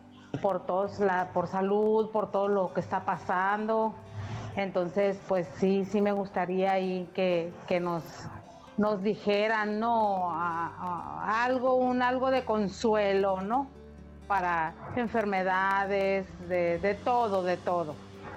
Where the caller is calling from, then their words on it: Ciudad Obregón, Sonora, Mexico; de Ciudad Obregón, Sonora.